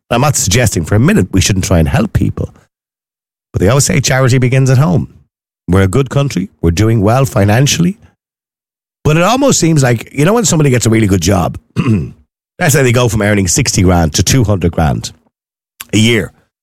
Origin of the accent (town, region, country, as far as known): Ireland